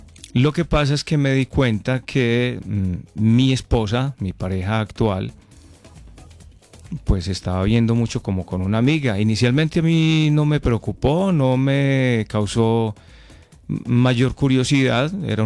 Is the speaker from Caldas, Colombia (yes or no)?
no; Concordia, Antioquia, Colombia; mi pueblo. ¿Cuál es mi pueblo? Concordia.